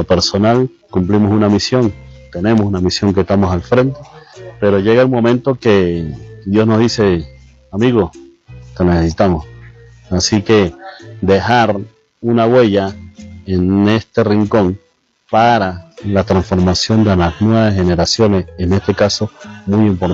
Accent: Mérida, Venezuela; a nosotros como merideños, pero también a nosotros como venezolanos.

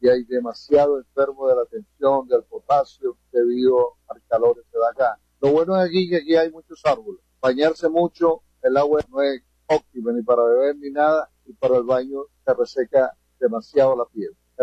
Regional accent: Caracas, Capital District, Venezuela; vengo de Caracas, tengo una semana acá en Perijá, en Las Piedras.

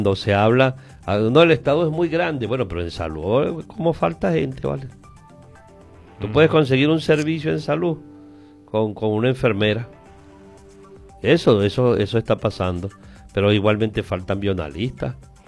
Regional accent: Venezuela; nosotros como venezolanos

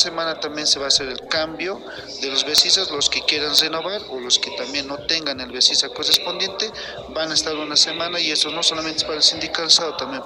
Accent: Potosí, Bolivia; Nosotros, como somos del norte de Potosí, hemos coordinado con nuestro distrital de Potosí

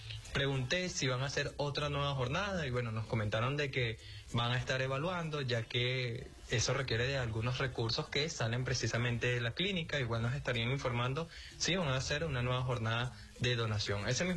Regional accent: Barquisimeto, Lara, Venezuela; cómo somos los guaros, cómo somos los ladenses, cómo somos los venezolanos

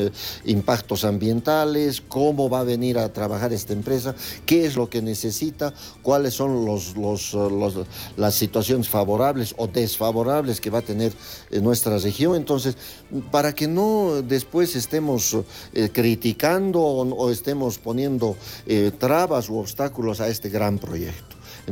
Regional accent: Bolivia; Somos bolivianos

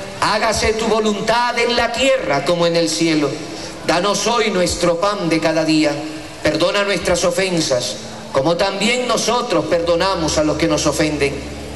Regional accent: Venezuela; nos pasan a los venezolanos tantas cosas

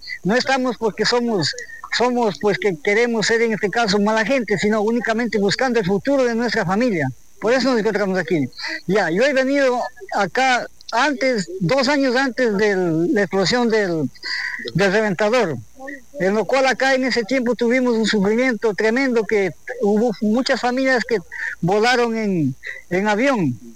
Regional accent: Bolívar, Ecuador; moved away as an adult; now in Sucumbíos, Ecuador; mi tierra natal es la provincia de Bolívar, entre la Bolívar y los ríos. El mismo que vengo por acá por motivos de trabajo, que ya por allá las zonas pues ya están bastante explotadas, poca tierra.

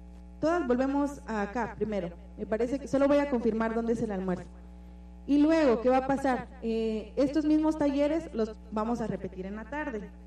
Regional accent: Guatemala; en el caso de las compañeras que somos de Guatemala

